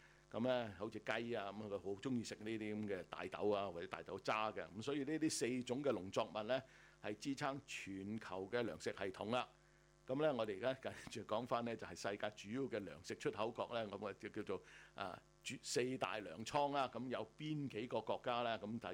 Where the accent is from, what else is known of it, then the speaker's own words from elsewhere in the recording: Australia; 呢度值得我哋澳洲人咧自豪啊